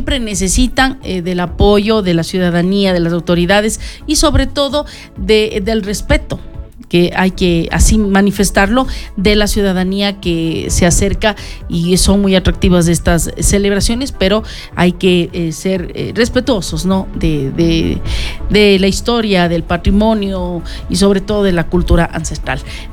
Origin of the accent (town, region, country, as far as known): Imbabura, Ecuador